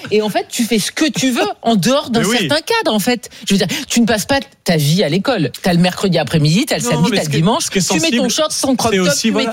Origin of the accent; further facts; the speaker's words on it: south-east France, France; moved away; je viens du Sud, donc dans le Sud-Est, il fait très vite très chaud